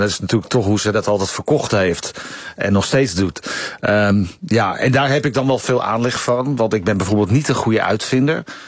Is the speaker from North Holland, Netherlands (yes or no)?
yes; Purmerend, North Holland, Netherlands; born there; Ik ben geboren in Purmerend.